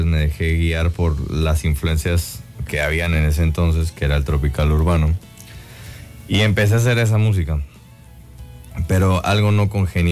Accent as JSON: {"language": "Spanish", "country": "Guatemala", "tie": "born or raised there", "said": "yo nací y crecí en Guatemala, en una finca con caballos, con vacas, al estilo americano, y de una manera como gringa, pero latinalizada"}